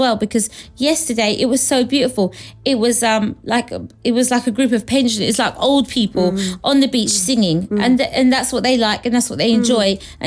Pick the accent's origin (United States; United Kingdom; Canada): United Kingdom; London; born there; first language Mauritian Creole; English is a second language; also born or lived in Southampton / Mauritius; I wasn't born here, I was born in Southampton, but my parents are here, so I spent a lot of time in Mauritius. In fact, my first 4 years I lived in Mauritius okay. of my life before I moved to London. So Creole was my first language.